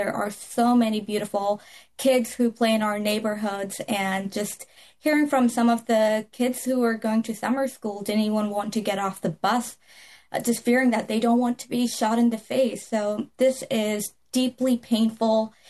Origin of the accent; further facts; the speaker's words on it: Texas, United States; now in Maine, United States; So I grew up in Texas, and my introduction to Maine was actually just that, walking around Biddeford